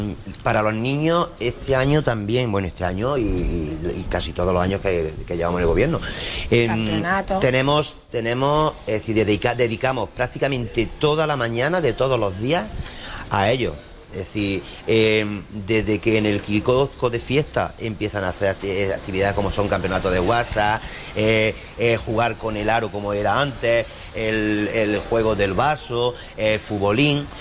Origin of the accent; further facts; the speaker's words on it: Rus, Andalusia, Spain; Me siento orgulloso de mi pueblo y lo que sí quiero ahora, en este momento, es pues decirle a todos, tanto ruseños como los que nos visitan, que disfruten de Rus